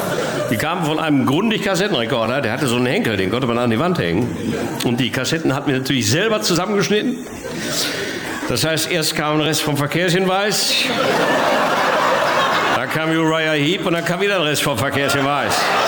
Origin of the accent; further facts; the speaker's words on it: North Rhine-Westphalia, Germany; Jetzt komme ich aus dem Ruhrgebiet und wir bei uns zu Hause, das werden Sie nicht kennen, wir sind sogenannte Wirkungstrinker.